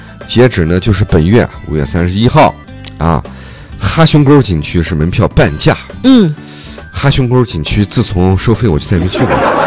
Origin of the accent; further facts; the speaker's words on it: Xinjiang, China; 咱们新疆人